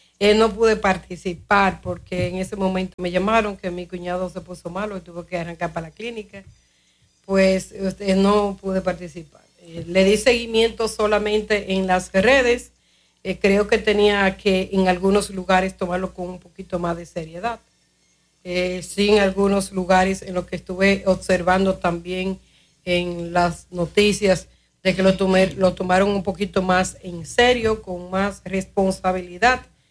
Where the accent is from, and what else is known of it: Dominican Republic